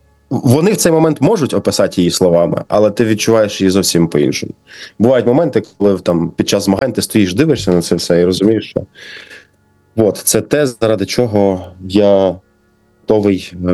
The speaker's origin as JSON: {"language": "Ukrainian", "town": "Kharkiv", "region": "Kharkiv Oblast", "country": "Ukraine", "said": "Ми, харків'яни, точно є у Львові."}